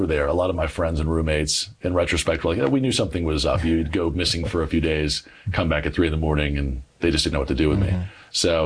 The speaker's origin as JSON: {"language": "English", "town": "Douglasville", "region": "Georgia", "country": "United States", "tie": "born or raised there", "said": "Yeah, so I grew up in Metro Atlanta. I grew up in Douglasville, Georgia."}